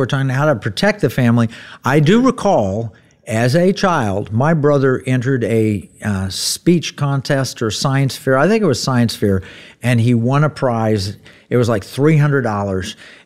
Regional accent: Tulsa, Oklahoma, United States; which, by the way, was one we grew up with in Tulsa.

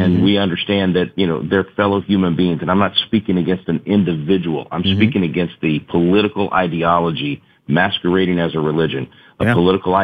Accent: Texas, United States; where I grew up in the Dallas-Fort Worth area

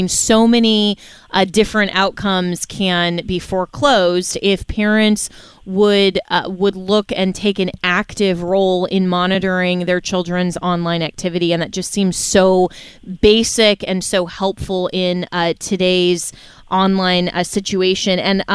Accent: Florida, United States; You're very lucky to have her here in my home state of Florida.

